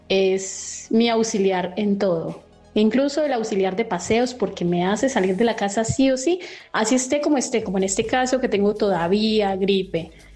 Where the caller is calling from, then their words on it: Colombia; Somos de Colombia, vivimos en Bogotá